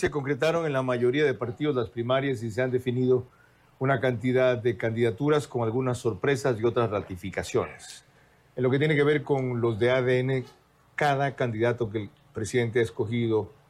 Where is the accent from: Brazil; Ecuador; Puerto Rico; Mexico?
Ecuador; Bahía de Caráquez, Manabí; en mi tierra, en Bahía